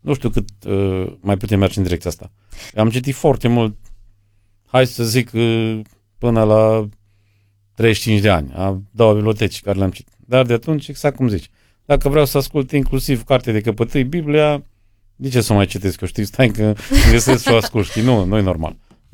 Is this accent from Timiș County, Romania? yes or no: no; Coșbuc, Bistrița-Năsăud, Romania; sunt din Coșbuc.